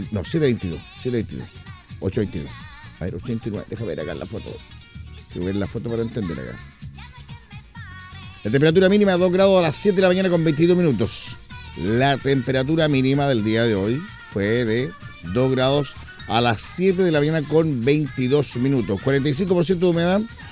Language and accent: Spanish; Chile; nos recuerda que somos chilenos